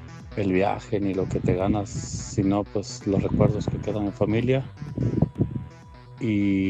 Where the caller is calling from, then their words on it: Sacramento, California, United States; Y soy de Sacramento, California.